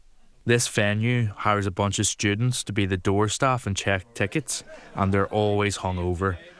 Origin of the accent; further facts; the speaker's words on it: Northern Ireland, United Kingdom; I'm a comedian from Northern Ireland